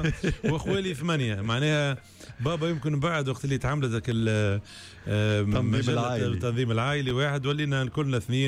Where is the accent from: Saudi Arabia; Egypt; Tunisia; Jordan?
Tunisia; Tunis, Tunis Governorate; مولود في تونس وتربيت في تونس، ودخلت الموسيقى معناها في عمر أقل من 15 عام.